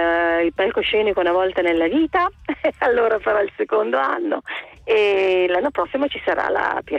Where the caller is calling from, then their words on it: Lombardy, Italy; ti chiamo da provincia di Bergamo, sono in macchina